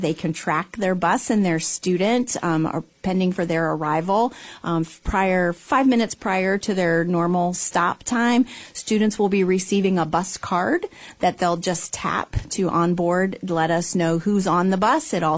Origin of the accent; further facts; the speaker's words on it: Salem, Ohio, United States; moved away as an adult; now in New Philadelphia, United States; I'm from Salem, Ohio.